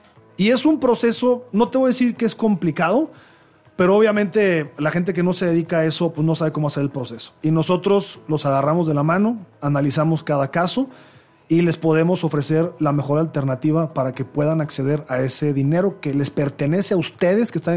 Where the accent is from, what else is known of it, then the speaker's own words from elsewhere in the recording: Mexico; los mexicanos tenemos un paradigma o un mito